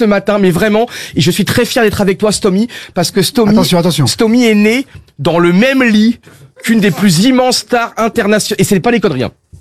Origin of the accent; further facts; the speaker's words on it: Paris, Île-de-France, France; born there; Je suis né à Paris. C'est magnifique. Non, je suis né à Pigalle.